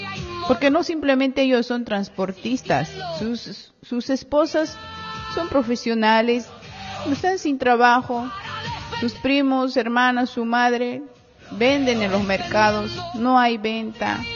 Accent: Oruro, Bolivia; los hermanos del transporte del departamento de Oruro, de mi tierra revolucionaria

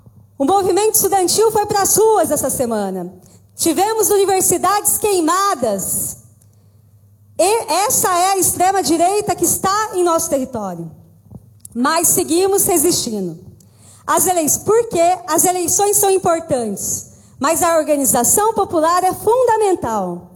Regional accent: Brazil; Venho do Brasil, de Pindorama, território ancestral dos povos originários

